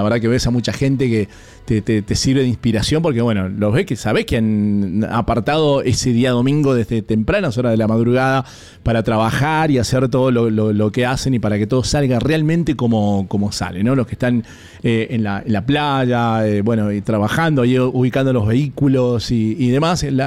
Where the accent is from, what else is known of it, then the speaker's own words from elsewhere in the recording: Mendoza, Argentina; no lo digo porque soy mendocino